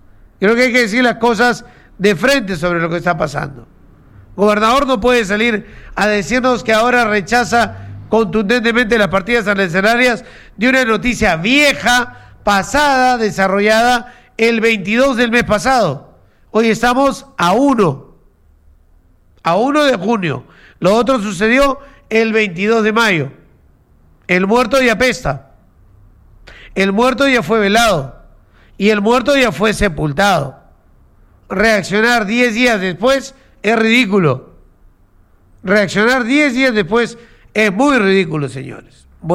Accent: China; Total, soy chino y como chino paciencia tengo.

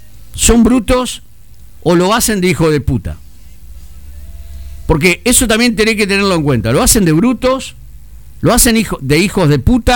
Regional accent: Santa Fe, Argentina; Yo soy sureño. Me crié en el Barrio Sur y sé lo que es el sur.

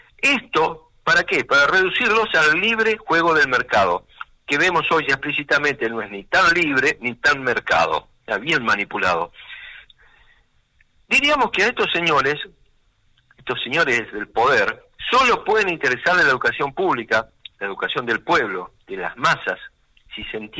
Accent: Argentina; nos enorgullece hasta el día de hoy como argentinos

